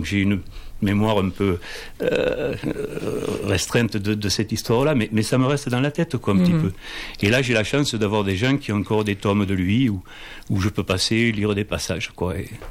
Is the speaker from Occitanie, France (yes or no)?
yes; Lourdes, Occitanie, France; born there; Ah oui, je suis né à Lourdes. Mm-hmm. Ils m'ont rejeté, je n'étais pas miracle. Donc ils m'ont envoyé à Lobalagnas.